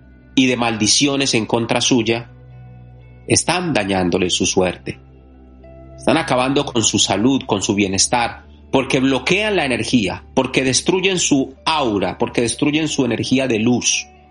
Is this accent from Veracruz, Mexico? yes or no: yes; Catemaco, Veracruz, Mexico